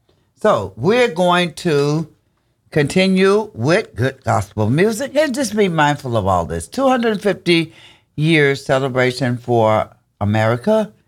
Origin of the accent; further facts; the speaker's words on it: United States; I am a American.